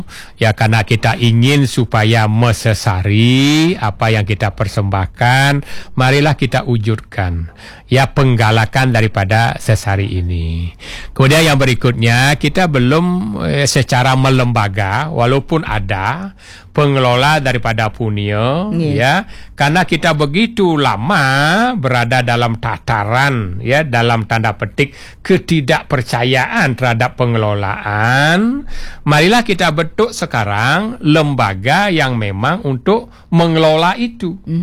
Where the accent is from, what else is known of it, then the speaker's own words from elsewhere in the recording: Bali, Indonesia; kami ingat pada waktu kecil di Petulangan